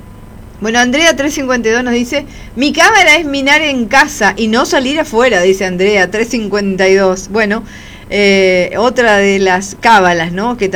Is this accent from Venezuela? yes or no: no; Argentina